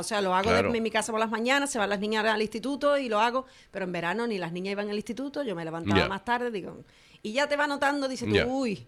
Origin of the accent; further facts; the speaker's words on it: Cádiz, Andalusia, Spain; yo soy de Cádiz.